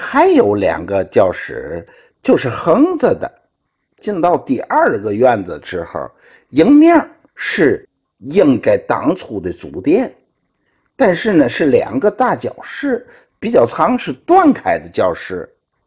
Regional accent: Tianjin, China; 我小时候在六几年、69年上一年级就在娘娘庙小学上的

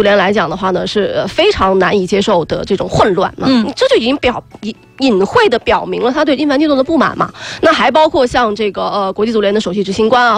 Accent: China; 我们中国人

